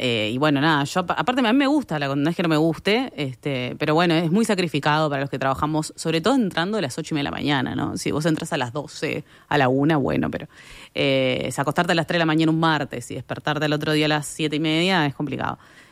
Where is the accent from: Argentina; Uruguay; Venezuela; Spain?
Uruguay; soy una uruguaya más